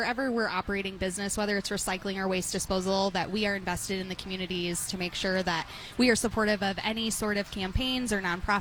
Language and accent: English; Elkhart, Indiana, United States; also born or lived in South Bend; now in Indianapolis, United States; So we live in Indianapolis, but I grew up in Elkhart.